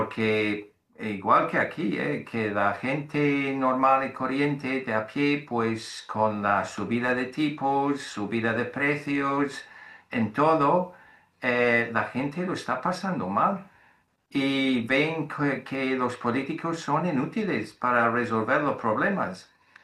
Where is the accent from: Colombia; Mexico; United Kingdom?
United Kingdom; Spanish is a second language; Pero las elecciones que se celebró el jueves pasado en mi país eran locales en Inglaterra y en Gales y Escocia eran autonómicas.